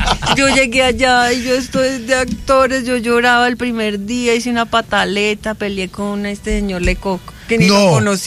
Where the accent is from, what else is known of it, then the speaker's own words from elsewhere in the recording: Colombia; yo vengo de Colombia.